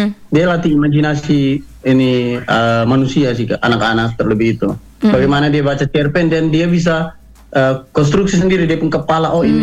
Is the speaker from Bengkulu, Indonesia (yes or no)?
no; East Nusa Tenggara, Indonesia; kami membawa cerita dari Ponu, dari kampung kami.